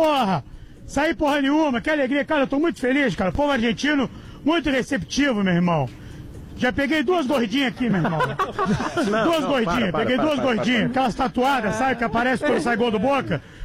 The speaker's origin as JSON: {"language": "Portuguese", "country": "Ecuador", "second_language": "Portuguese", "said": "Não, eu sou equatoriano."}